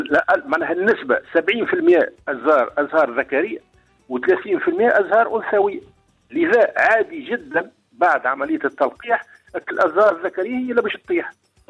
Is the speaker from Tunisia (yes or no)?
yes; Tunisia; عندنا في تونس